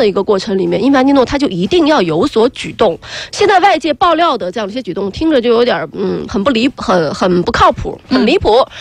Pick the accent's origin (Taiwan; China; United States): China; 我们中国人